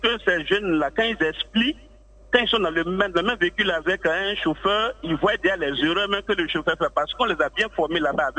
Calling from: Abidjan, Côte d’Ivoire; Je vous appelle de Cocody.

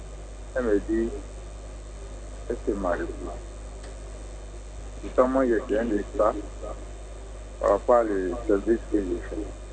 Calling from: Abidjan, Côte d’Ivoire; Moi, je suis à Abidjan

